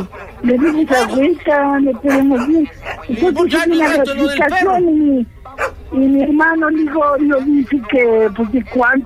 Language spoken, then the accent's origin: Spanish; Puebla, Mexico; Somos de allá de mi casa, del estado de Puebla.